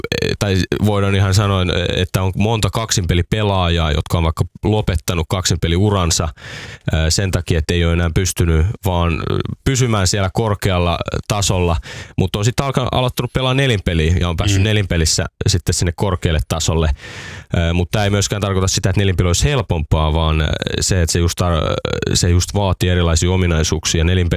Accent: Porvoo, Uusimaa, Finland; kaikki mulla on Helsingissä, mä tuun Porvoosta siis mä oon Porvoosta, niin kaikki on Helsingissä.

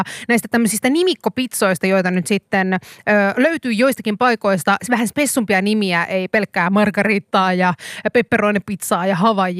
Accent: Kuopio, North Savo, Finland; Mä oon Kuopiosta.

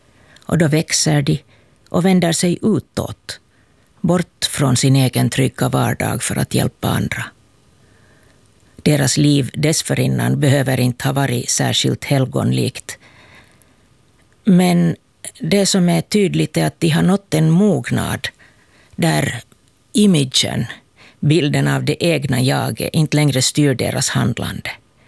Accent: Kauniainen, Uusimaa, Finland; och jag kommer från Grankulla.

